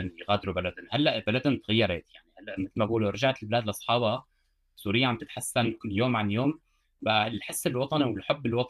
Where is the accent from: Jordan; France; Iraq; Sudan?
France; accent: Homsi; أنا أول كبرت هون و … أنا اسمي فرنسي والأتات يعني سوري، نعم رغم هيك لك أنا بحكي معك بالحمصي حتى